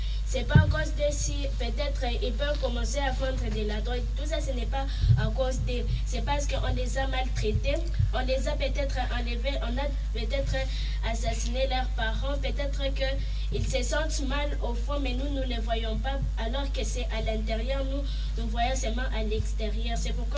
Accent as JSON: {"language": "French", "town": "Goma", "region": "North Kivu", "country": "DR Congo", "also_born_or_lived": "Bukavu", "said": "parce que je viens normalement de Goma. J'ai quitté Goma à cause de la guerre. La guerre m'a fait voyager la nuit et je suis arrivée à Bukavu."}